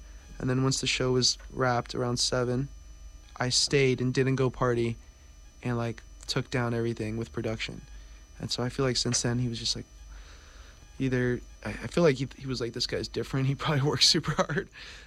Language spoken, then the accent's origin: English; Tracy, California, United States; He's Mexican American, as am I. He's from Fresno. I'm from Tracy, which isn't too far from each other.